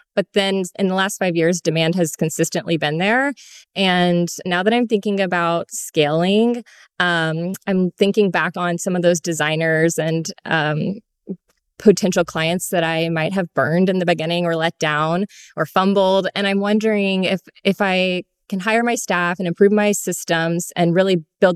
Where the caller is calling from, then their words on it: Nashville, Tennessee, United States; I'm calling from Nashville, Tennessee.